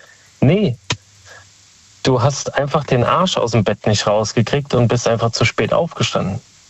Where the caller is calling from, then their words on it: Speyer, Rhineland-Palatinate, Germany; Aus Speyer.